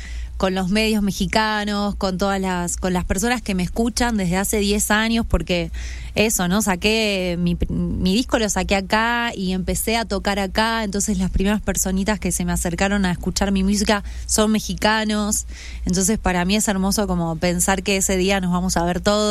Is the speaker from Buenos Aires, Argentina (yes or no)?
yes; Buenos Aires, Argentina; now in Mexico; en mi forma de hacer canciones convive mucho como toda mi vida en Buenos Aires, mi familia